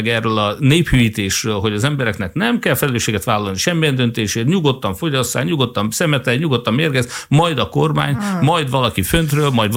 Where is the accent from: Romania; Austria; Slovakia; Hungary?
Hungary; Hódmezővásárhely, Csongrád-Csanád; Hódmezővásárhely víz szempontjából szerencsés, hiszen nálunk ártézi vizek vannak